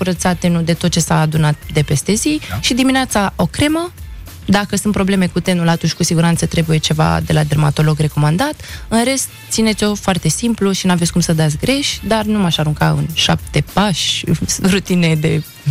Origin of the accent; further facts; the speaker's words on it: Romania; also born or lived in Jerusalem; Tatăl meu este arab și mama mea este româncă, sunt născută în Ierusalim, dar sunt crescută aici.